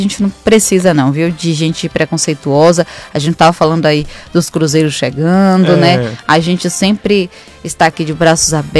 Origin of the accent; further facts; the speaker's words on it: São Paulo, Brazil; Estou aqui há 30 anos, sou paulistano, adoro a cidade.